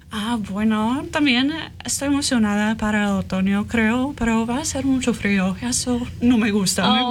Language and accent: Spanish; Ohio, United States; Spanish is a second language; now in Madison, United States; Soy de Ohio. Originalmente okay. Nací uh-huh. en Ohio. Vivía cerca de Cincinnati.